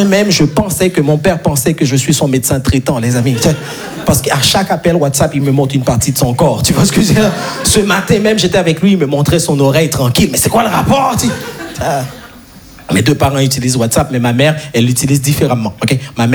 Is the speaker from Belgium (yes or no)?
no; Haiti; je suis né et grandi en Haïti. Et en Haïti, on n'a pas les quatre saisons.